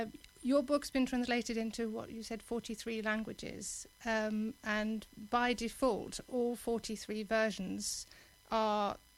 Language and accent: English; Germany; now in United Kingdom; I'm originally from Germany, but I've lived in this country for quite some time, and I work as a translator.